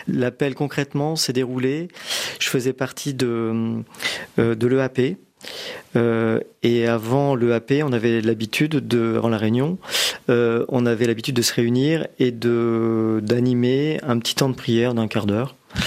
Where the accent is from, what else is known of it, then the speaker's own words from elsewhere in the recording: Melle, Nouvelle-Aquitaine, France; je suis originaire de Deux-Sèvres. Ouais, je suis né à Mel et mes parents sont originaires des Deux-Sèvres, mais cependant, ma maman est née à Mont, en Touraine